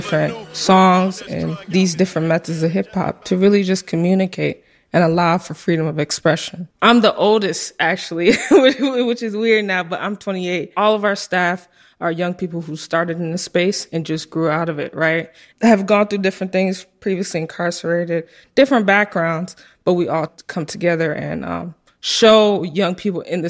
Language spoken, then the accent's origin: English; Evanston, Illinois, United States; moved away as an adult; now in Chicago, United States; I grew up in Evanston my whole life.